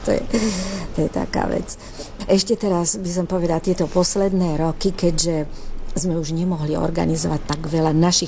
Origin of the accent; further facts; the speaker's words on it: Banská Štiavnica, Banská Bystrica Region, Slovakia; now in Lombardy, Italy; je z môjho mesta, ja som z Banskej Štiavnice.